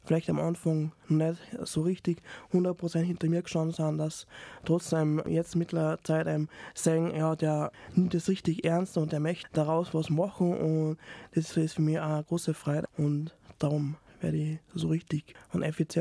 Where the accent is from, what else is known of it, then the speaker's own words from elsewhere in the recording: Salzburg, Austria; Ich bin in Salzburg-Liefering aufgewachsen, habe die Vorschule und die erste Klasse in Liefering bestritten. Dann sind wir umgezogen in Daxam und bin dann weitergegangen in Daxam.